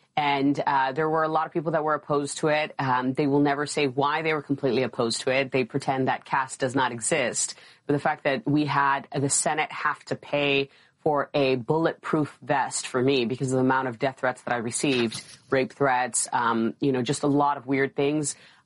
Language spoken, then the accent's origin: English; New York, United States; Yeah, I'm an American through and through, born in New York, raised by Uncle Sam in the foster care system. And as an Afghan American, someone who is proud of my culture and heritage